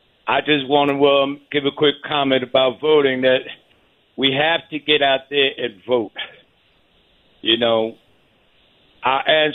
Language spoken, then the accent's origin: English; New Jersey, United States; I'm originally from New Jersey.